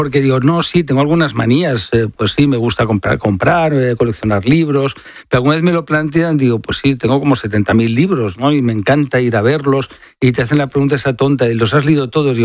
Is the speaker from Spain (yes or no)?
yes; Barcelona, Catalonia, Spain; O si vas por España, está llena de museos, hombre, unos más importantes, otros más modestos, en mi tierra, Barcelona